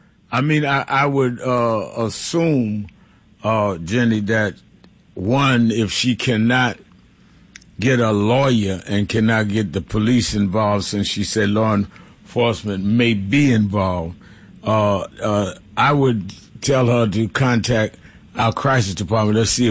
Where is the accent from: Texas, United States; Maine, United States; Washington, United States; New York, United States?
New York, United States; Brooklyn; because if I grew up in Brooklyn, and if you're walking down Flatbush Avenue or Fulton Street, they don't know the difference between you and somebody from Jamaica.